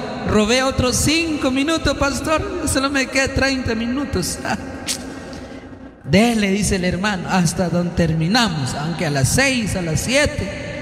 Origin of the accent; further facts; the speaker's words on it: Chichicastenango, Quiché, Guatemala; somos de Chichicastenango